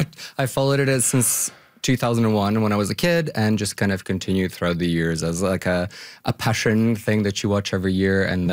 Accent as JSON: {"language": "English", "country": "Bosnia & Herzegovina", "tie": "born or raised there", "said": "So I was born and raised in Bosnia, Herzegovina, and it's a formerly war-torn country."}